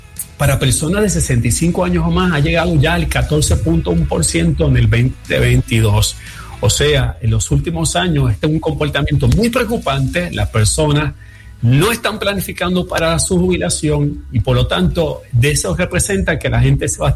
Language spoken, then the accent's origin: Spanish; Yabucoa, Puerto Rico; moved away; la Iglesia Evangélica Congregacional de Yabucoa, de mi pueblo